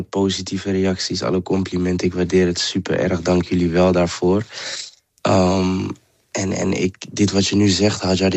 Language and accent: Dutch; Amsterdam, North Holland, Netherlands; Ik ben opgegroeid in Amsterdam-Oost.